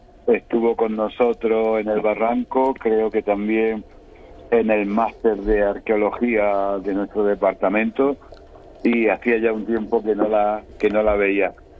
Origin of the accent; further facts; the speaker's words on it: Melilla, Spain; yo soy una ciudad de Melilla que está junto a un medio volcánico que es el paralelo del vulcanismo de Cabo de Gata